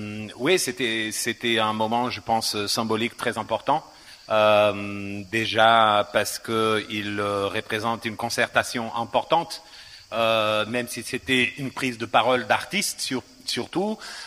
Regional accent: Portugal; French is a second language; now in Avignon, France; je le dis en tant que Portugais, même si Avignonais en construction

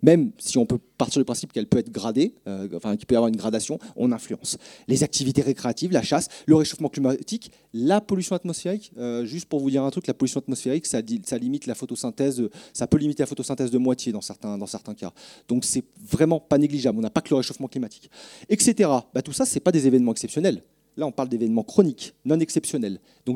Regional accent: Lyon, Auvergne-Rhône-Alpes, France; Enfin, moi, je suis du Rhône à la base, hein, de Lyon.

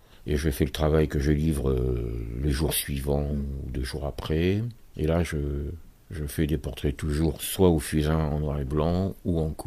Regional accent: Royan, Nouvelle-Aquitaine, France; born there; à part que moi, c'est au bord de mer, à Royan, justement. Ça me permet de retrouver ma ville natale

